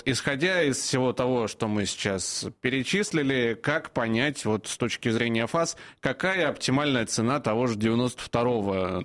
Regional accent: Moscow Oblast, Russia; я из Подмосковья на работу там тоже приезжаю

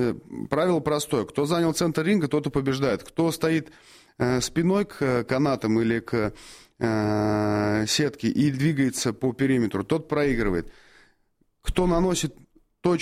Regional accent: Russia; мы из России.

